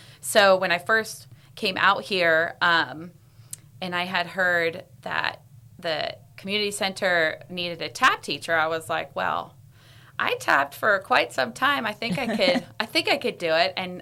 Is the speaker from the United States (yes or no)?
yes; United States; also born or lived in Nashville; now in Sonoma, United States; I grew up in Tahoe, which is not too far away from here.